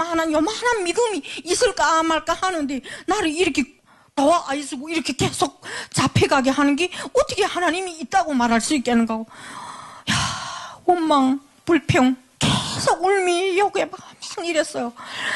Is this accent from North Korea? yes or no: yes; North Korea; moved away as an adult; 너 북한에서 왔냐 그러더라고요. 조선족인 거예요. 그래 그렇다고